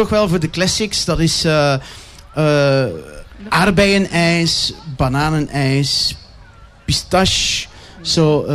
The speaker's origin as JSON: {"language": "Dutch", "region": "Flanders", "country": "Belgium", "accent": "West Flemish", "said": "Ik ben een echte West-Vlaming en ik kan nog altijd West-Vlaams klappen."}